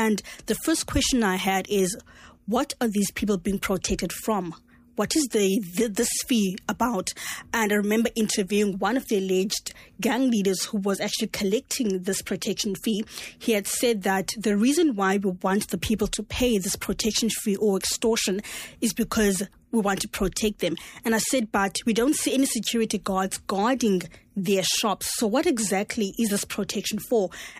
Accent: Cape Town, Western Cape, South Africa; being born and bred in Gugulethu and experiencing the township itself has actually groomed me to be who I am today, because I know the ins and outs of Gugulethu. I know what Gugulethu was back then

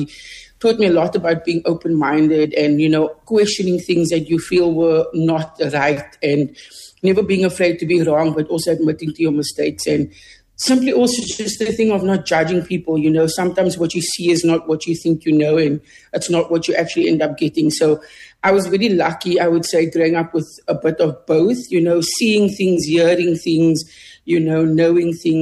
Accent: Cape Town, Western Cape, South Africa; growing up in Mitchells Plain really shaped me in a lot of ways.

